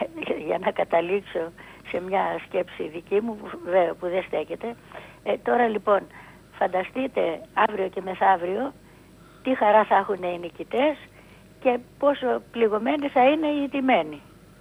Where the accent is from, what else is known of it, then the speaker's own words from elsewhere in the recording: Kavala, Eastern Macedonia and Thrace, Greece; εγώ είμαι από την Καβάλα και πολλές φορές πηγαίναμε στην Καβάλα